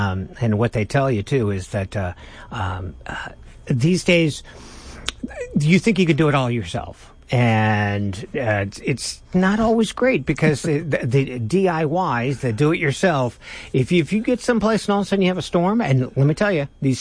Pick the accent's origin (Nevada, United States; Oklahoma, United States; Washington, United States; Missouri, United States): Washington, United States; Seattle; And see, I'm from the Seattle area